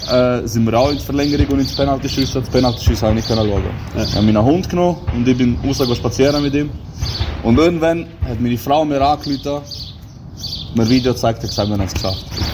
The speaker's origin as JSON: {"language": "German", "country": "Switzerland", "tie": "born there", "said": "Ich bin in der Schweiz geboren, ich habe jedes Mal genau gleich für die Schweiz mitgefiebert und Tränen vergossen und alles. Mein Herz ist rot-weiss und blau-gelb."}